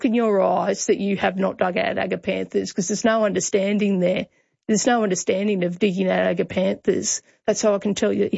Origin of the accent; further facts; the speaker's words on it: Albury, New South Wales, Australia; then it's Albury, which I'm very excited because that's my hometown.